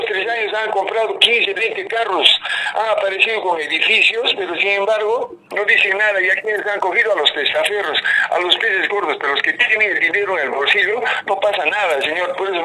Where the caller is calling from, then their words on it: Cusco, Peru; como decimos en mi tierra, el Cusco